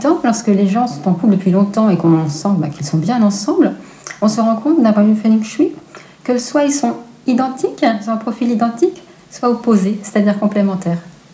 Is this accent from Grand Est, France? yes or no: no; Brest, Brittany, France; also born or lived in Paris region; Donc en fait, j'étais originaire de Brest. Donc ça, c'était toujours dans mes racines. Et quand on a voulu repartir de la région parisienne, on voulait revenir en Bretagne